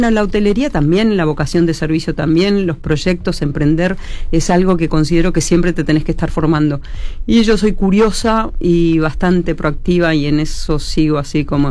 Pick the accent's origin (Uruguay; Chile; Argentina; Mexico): Uruguay; Montevideo; moved away as an adult; also born or lived in Punta del Este, Uruguay; Nací acá, nací en el Hospital Cantegril, en unas vacaciones o en un año que mis padres estuvieron viviendo acá, y después volvimos a Montevideo, donde viví hasta los 18 años, que después empecé a viajar, viví por muchos lugares.